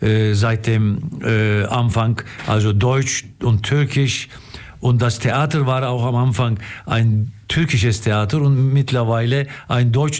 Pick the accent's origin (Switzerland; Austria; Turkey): Turkey; Istanbul; moved away as an adult; also born or lived in Berlin; now in Ulm, Germany; Ich lebe seit 28 Jahren in Ulm. Ich bin in Istanbul geboren und aufgewachsen.